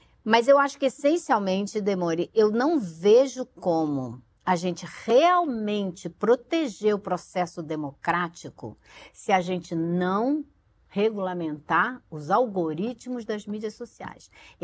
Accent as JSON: {"language": "Portuguese", "region": "Rio de Janeiro", "country": "Brazil", "tie": "born or raised there", "said": "Eu acho assim que eu sempre me preocupei com isso a vida inteira, crescendo no Rio."}